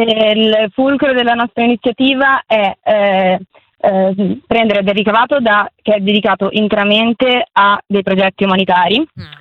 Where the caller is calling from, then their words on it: Brianza, Lombardy, Italy; Chiamo dalla Brianza.